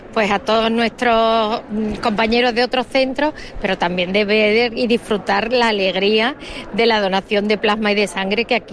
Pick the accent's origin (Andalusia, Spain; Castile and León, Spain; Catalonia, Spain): Andalusia, Spain; Jaén; Yo vengo de Jaén.